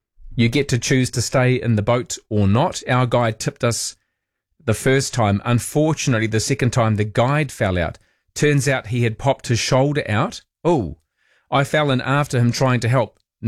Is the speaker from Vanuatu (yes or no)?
yes; Vanuatu; I have never bungee jumped, but I grew up in Vanuatu and witnessed the Pentecost jump.